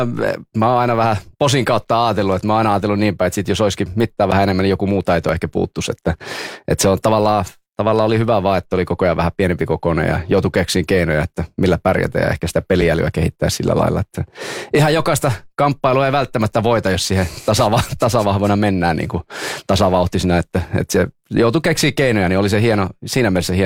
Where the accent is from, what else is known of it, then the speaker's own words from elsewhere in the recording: Siilinjärvi, North Savo, Finland; silloin oli meillä Vuorelassa, mikä on just Siilinjärven puolella, niin siellä oli oma joukkue. Vaikka pieni paikka olikin